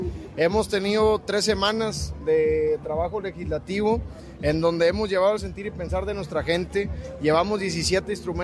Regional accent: Villa Unión, Coahuila, Mexico; En el 2019 sufrimos un ataque en mi pueblo, en Villa Unión.

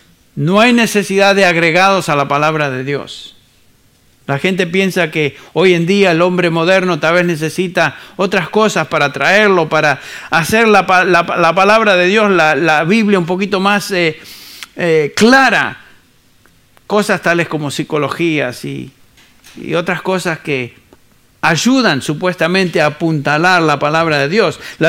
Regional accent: Argentina; moved away; also born or lived in Chile; allá en mi país de donde vine. Nací en otro país, pero me crié en Argentina. Nací en Chile

